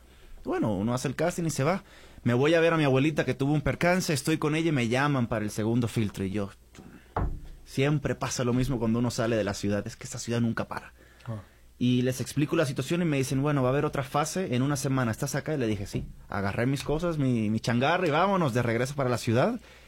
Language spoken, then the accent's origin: Spanish; Cuba; moved away; en esa época vivía en Cuba todavía.